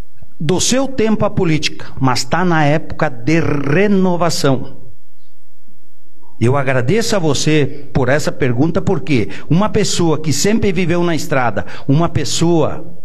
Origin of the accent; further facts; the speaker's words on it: Maravilha, Santa Catarina, Brazil; Marcos, você sabe que eu sou de Maravilha também. A minha mãe, ela trabalhou muito na PAI de Maravilha.